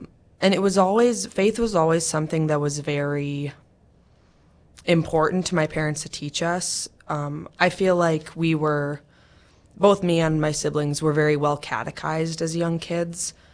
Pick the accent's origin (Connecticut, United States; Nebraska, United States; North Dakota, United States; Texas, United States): North Dakota, United States; Hillsboro; born there; I'm from Hillsboro. I go to the same parish as her. I'm 18. I just graduated from the public high school in Hillsboro.